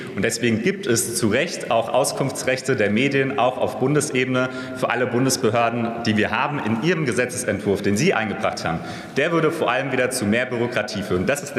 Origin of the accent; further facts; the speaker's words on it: Hanau, Hesse, Germany; In meiner Heimat, der Hanauer Anzeiger, ist die drittälteste Tageszeitung in Deutschland